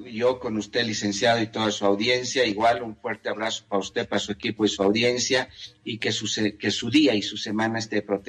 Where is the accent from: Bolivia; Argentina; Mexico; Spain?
Bolivia; lo vamos a tener que poner el hombro los bolivianos